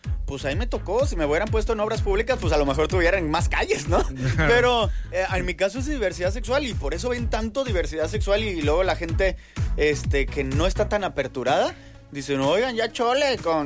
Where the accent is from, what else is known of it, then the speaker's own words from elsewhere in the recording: Puerto Vallarta, Jalisco, Mexico; Y yo soy parte de Jalisco y se llama Pue